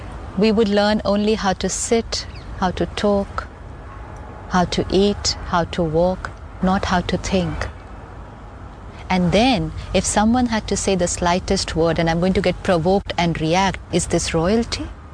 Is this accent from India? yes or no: yes; India; I forget that I'm living in India. But I will say, I am an Indian.